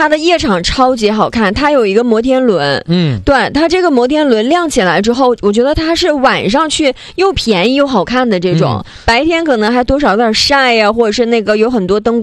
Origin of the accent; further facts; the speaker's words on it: Liaoyuan, Jilin, China; 我的家乡辽源黑金小镇